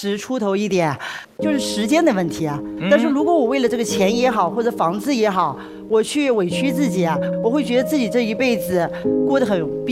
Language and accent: Chinese; Hangzhou, Zhejiang, China; 因为我呢是土生土长的一个杭州姑娘。